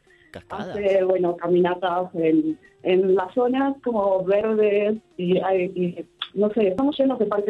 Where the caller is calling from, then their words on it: Ecuador; Yo de Ecuador